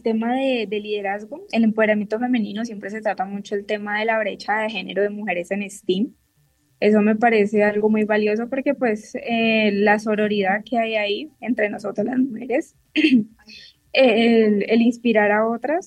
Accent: Colombia

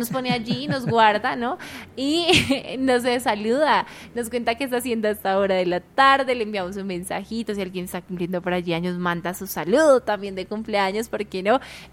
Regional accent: Colombia

